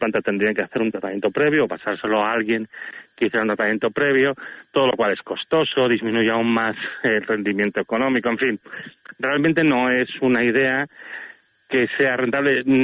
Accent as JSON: {"language": "Spanish", "region": "Castile and León", "country": "Spain", "tie": "born or raised there", "said": "en mi provincia natal, la provincia de León"}